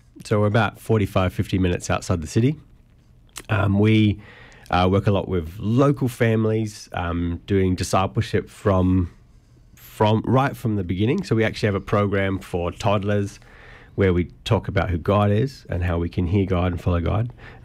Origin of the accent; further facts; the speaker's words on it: Newcastle, New South Wales, Australia; moved away as an adult; now in Germany; I'm an Aussie. I'm from Newcastle.